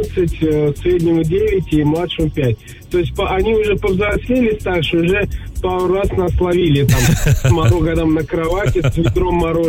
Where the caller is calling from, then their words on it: Volgograd, Volgograd Oblast, Russia; из Дзержинского района